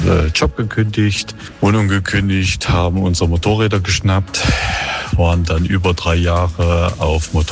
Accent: Thuringia, Germany; sind jetzt wieder zurück in der alten Heimat, in meiner alten Heimat in Thüringen, in schönen Sorbi

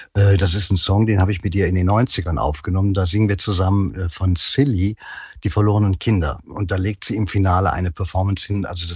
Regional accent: Cologne, North Rhine-Westphalia, Germany; die wir als Kölner ja auch bei uns im Stadtwappen haben.

